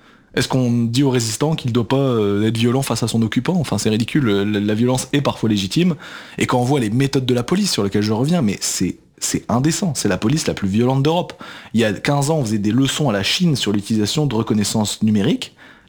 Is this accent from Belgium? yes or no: yes; Belgium; now in Paris, France; Vous savez, moi, je suis pas français à la base, je viens de Belgique. Et je suis arrivé à Paris